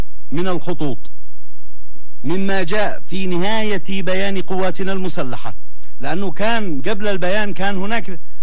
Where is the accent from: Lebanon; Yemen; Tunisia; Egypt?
Yemen